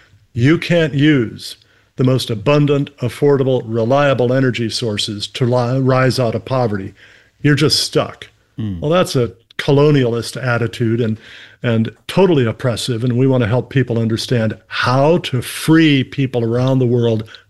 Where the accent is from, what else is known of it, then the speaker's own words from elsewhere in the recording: United States; from my perspective as an American, we live in a very wealthy country.